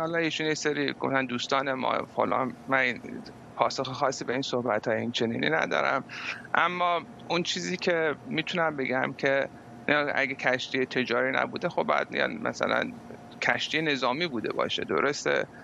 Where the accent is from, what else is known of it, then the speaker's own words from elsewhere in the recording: Iran; moved away; من به عنوان یک ایرانی ها اتفاقا در یک کشور غربی نشستم